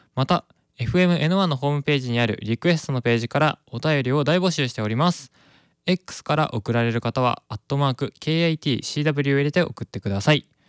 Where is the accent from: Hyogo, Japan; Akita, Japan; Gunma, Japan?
Gunma, Japan; Isesaki; moved away as an adult; now in Nonoichi, Japan; 僕のね地元が群馬県の伊勢崎市っていうところで、ここ野々市市よりは少し廃れていると言いますか、バスの本数とかも全然ないですし